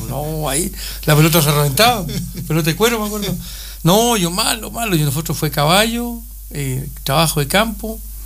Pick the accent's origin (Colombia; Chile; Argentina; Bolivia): Chile; Villarrica, Araucanía; moved away as an adult; also born or lived in Caburga; Yo vengo de campo. Yo vengo de campo, donde las tradiciones fueron muy marcadas.